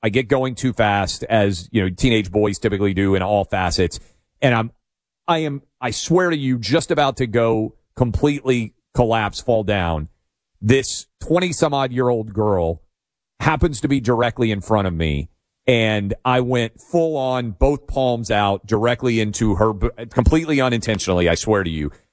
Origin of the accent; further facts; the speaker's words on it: Nashville, Tennessee, United States; Unfortunately, in my hometown of Nashville, bit of news yesterday was the Tennessee primary.